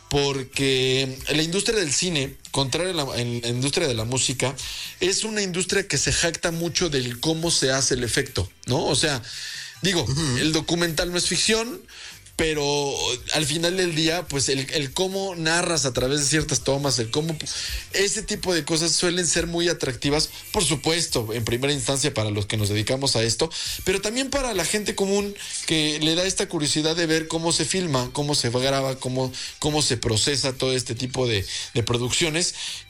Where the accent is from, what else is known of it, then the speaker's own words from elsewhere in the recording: Mexico; soy mexicano y sí puedo, ¿no?